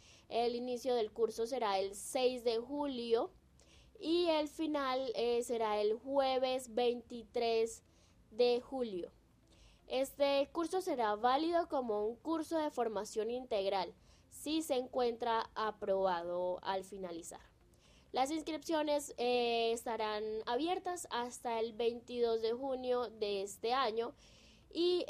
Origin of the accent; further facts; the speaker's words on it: Colombia; nosotros, como buenos colombianos, nuevamente tenemos la fe intacta